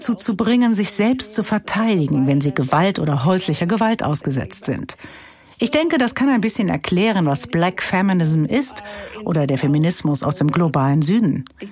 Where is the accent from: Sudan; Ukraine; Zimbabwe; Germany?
Sudan; Northern; born there; first language Arabic; German is a second language; Ich bin im Norden Sudans geboren und meine Schule war komplett auf Arabisch. Arabisch ist meine erste Sprache